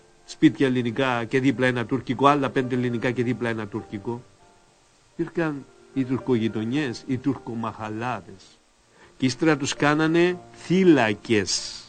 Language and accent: Greek; Cyprus